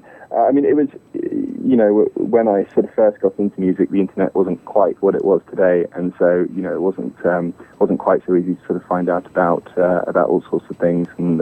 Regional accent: Bognor Regis, South East England, United Kingdom; It's on the south coast. It's a little place called Bognor Regis. It's a very, very sleepy little seaside town. Gets quite busy during the summer, and then very quiet and empty during the winter. But growing up there was quite interesting, and there wasn't really a lot to do.

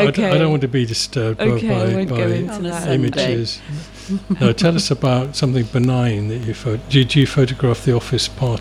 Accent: Catford, London, United Kingdom; born there; also born or lived in Camberwell; I was born in Catford and lived in Camberwell.

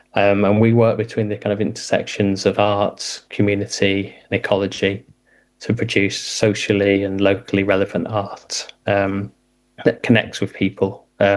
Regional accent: North West England, United Kingdom; I'm originally from Lancashire as well, so kind of my arc's kind of taken me all around the country, but it's kind of really nice to kind of land back in to kind of the place I grew up in as well

